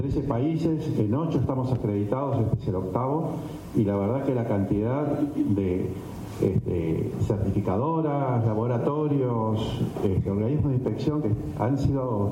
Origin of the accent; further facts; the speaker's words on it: Argentina; como argentino que ve Paraguay de afuera